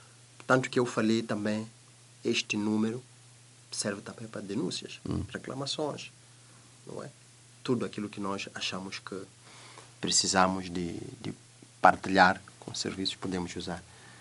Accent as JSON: {"language": "Portuguese", "country": "Mozambique", "said": "nós somos moçambicanos."}